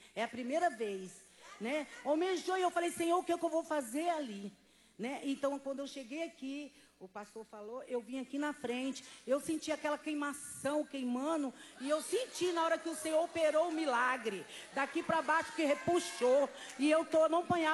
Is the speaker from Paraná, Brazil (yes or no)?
no; Campinas, São Paulo, Brazil; Então, ontem eu sou de Campinas